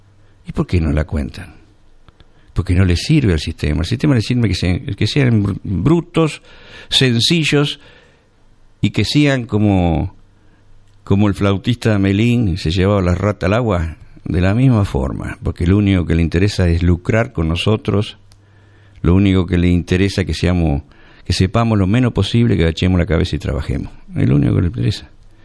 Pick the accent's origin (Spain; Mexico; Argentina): Argentina; los argentinos seamos más de lo que somos